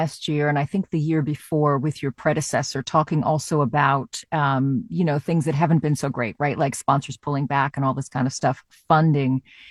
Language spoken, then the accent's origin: English; Texas, United States; moved away; I'm actually originally from the Dallas-Fort Worth area, which is where Arlington is from.